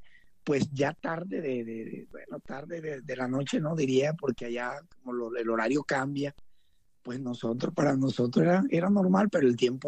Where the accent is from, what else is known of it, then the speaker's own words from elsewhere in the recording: Caribbean coast, Colombia; pues como todo colombiano, salimos a los Campos Elíseos, cerquita del Arco del Triunfo, pues a prácticamente oxigenarnos un poquitico, pero como buenos costeños, con el desorden del acordeón.